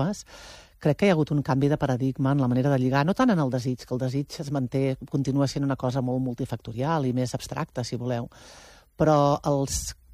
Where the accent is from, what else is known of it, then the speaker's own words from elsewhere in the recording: Prats de Lluçanès, Catalonia, Spain; Clar, tio, és que jo soc de Prats